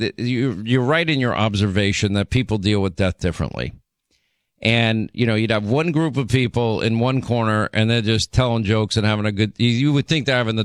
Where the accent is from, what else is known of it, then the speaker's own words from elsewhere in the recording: Ireland; I guess I'm still allowed to make fun of Irish, right? Because I'm Irish, you know, can't make fun of anyone else these days.